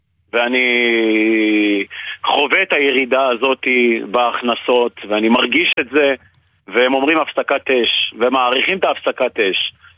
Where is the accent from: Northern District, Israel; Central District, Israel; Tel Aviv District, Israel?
Northern District, Israel; Kiryat Shmona; אני נולדתי פה.